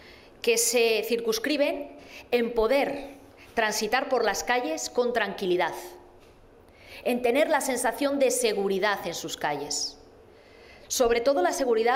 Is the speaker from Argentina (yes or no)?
no; Spain; Los españoles tenemos derecho a servicios